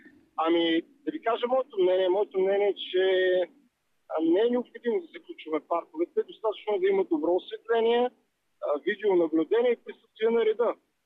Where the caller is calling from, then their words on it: Plovdiv, Plovdiv Province, Bulgaria; Аз съм от Пловдив